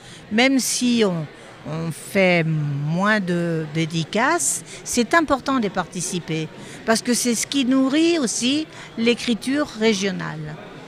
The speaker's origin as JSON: {"language": "French", "region": "Auvergne-Rhône-Alpes", "country": "France", "tie": "born or raised there", "said": "je viens de Maurienne, je viens de loin."}